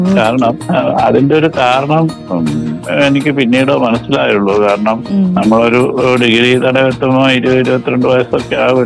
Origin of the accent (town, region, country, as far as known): Kerala, India; born there